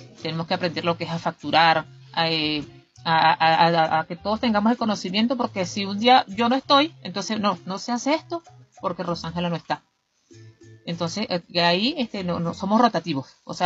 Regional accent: Carache, Trujillo, Venezuela; yo nací en Carache, me crié ahí y sí salí a estudiar mi bachillerato en la ciudad, pero regresé. Regresé de nuevo allá y mi familia es productora y mayormente también en café, también son productores en café.

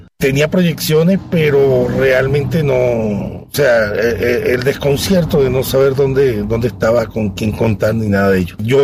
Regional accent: Valencia, Carabobo, Venezuela; moved away; Ya van a ser 7 años que emigré de mi país acá en busca de una mejora, porque realmente en mi país yo estaba pasando una situación económica bastante, bastante difícil

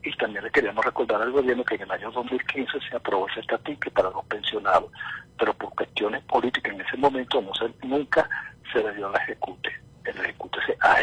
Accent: Venezuela; podemos solucionar nuestro problema político y reencontrarlo como país, como venezolano

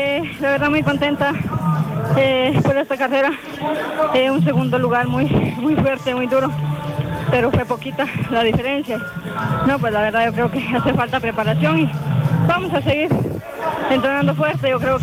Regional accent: Uspantán, Quiché, Guatemala; now in Patzicía, Guatemala; Vengo de Pachitía de Chimaltenango, pero soy originaria de Spantán Quiché

